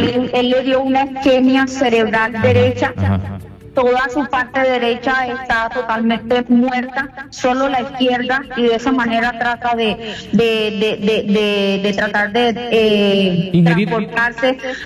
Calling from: Cartagena, Bolívar, Colombia; vivo en Pasacaballo

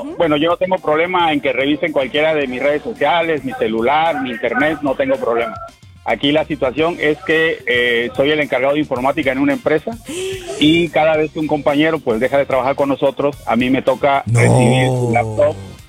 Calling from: Veracruz, Mexico; De aquí, del puerto de Veracruz.

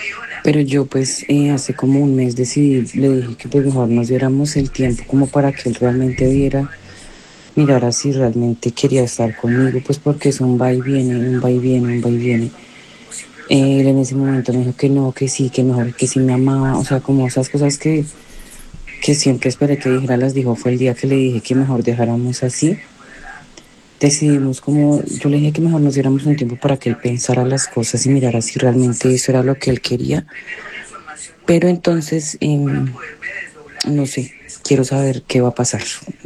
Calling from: Bogotá, Bogotá D.C., Colombia; Te hablo desde Bogotá.

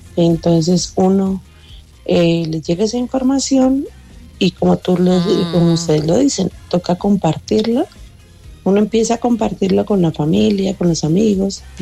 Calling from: Colombia; nosotros vivimos en Villa del Norte.

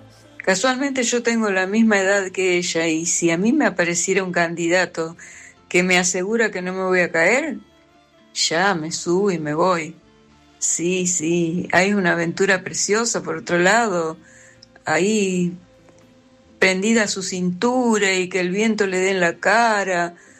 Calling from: Santa Fe, Argentina; de Santa Fe

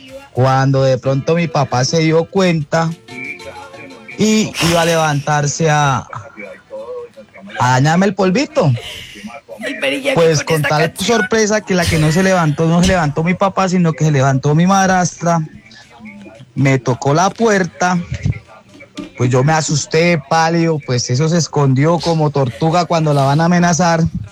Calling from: Bucaramanga, Santander, Colombia; saludita desde Bucaramanga

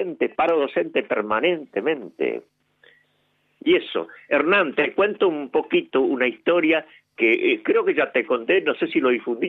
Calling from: Virrey del Pino, Buenos Aires Province, Argentina; Virrey del Pino, González Catán, kilómetro 43

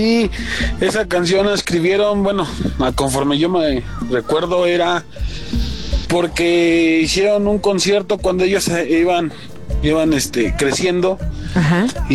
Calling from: Calimaya, State of Mexico, Mexico; soy aquí de Zaragoza, en el Estado de México, en Toluca, que es municipio de Calimaya.

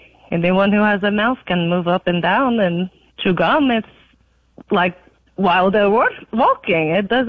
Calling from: Huntsville, Alabama, United States; I am calling from Huntsville, Alabama.

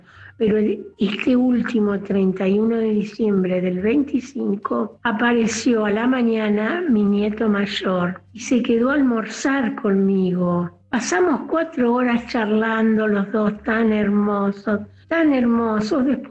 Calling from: Alberti, Buenos Aires Province, Argentina; de Alberti

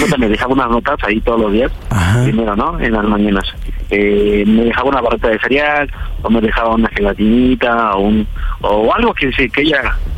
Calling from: Naucalpan, State of Mexico, Mexico; Estamos aquí en Naucalpan, tengo 37.

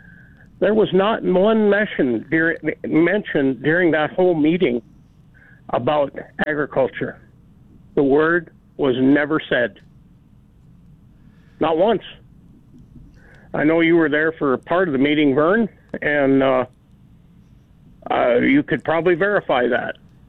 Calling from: Edgeley, North Dakota, United States; we in the ag community here in North Dakota

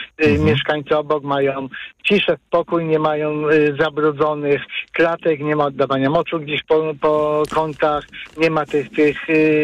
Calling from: Łódź, Łódź Voivodeship, Poland; u nas w Łodzi

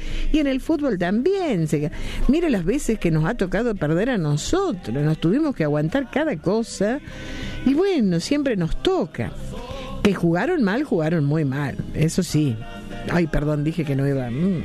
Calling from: Las Perdices, Córdoba, Argentina; de Las Perdices, aquí como siempre escuchándolos.

